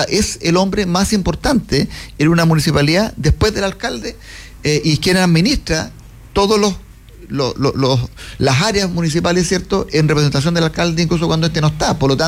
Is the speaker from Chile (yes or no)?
yes; Curicó, Maule, Chile; No, yo curicano